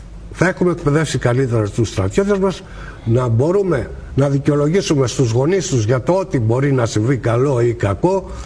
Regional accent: Greece; γιατί σαν Έλληνας κάτι έτρεχε μέσα μου.

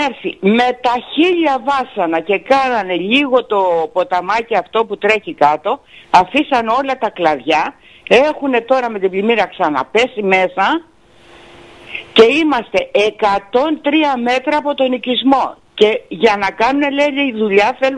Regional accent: Ionian Islands, Greece; Εγώ είμαι από την Κεφαλονιά.

